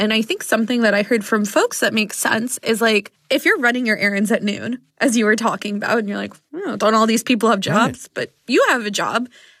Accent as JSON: {"language": "English", "region": "New York", "country": "United States", "said": "which as a New Yorker, great."}